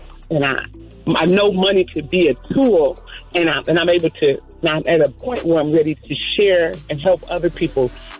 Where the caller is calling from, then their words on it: Detroit, Michigan, United States; I'm calling from Detroit, Michigan.